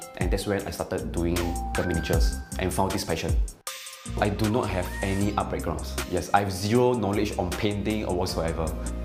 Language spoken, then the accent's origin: English; Singapore; I personally think that, as a Singaporean, if I see something that I know exactly what that is, where is that space, where is that place at, I think it is very relatable.